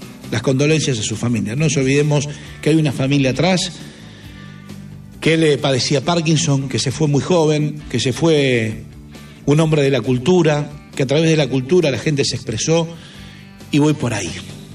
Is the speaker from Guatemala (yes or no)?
no; Argentina; sí entiendo como sociedad y como argentino que se ha movilizado gran parte de la sociedad.